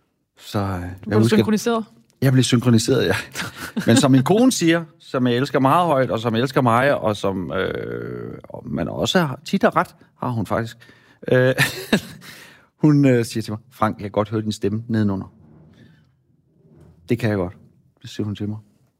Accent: Central Denmark Region, Denmark; Så fordi jeg er vokset op i Midtjylland, og kun har haft engelsk i 3 år, så er mit engelsk jo så skole dansk.

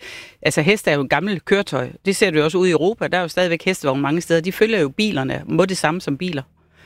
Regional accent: Skagen, North Denmark Region, Denmark; jeg er født i 56, men i min barndom i Skagen

